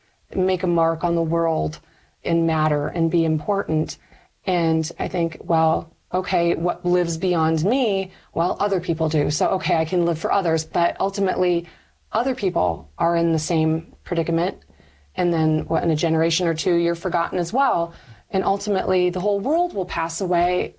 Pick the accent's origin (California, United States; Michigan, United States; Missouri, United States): Michigan, United States; Northern Michigan University is also in my hometown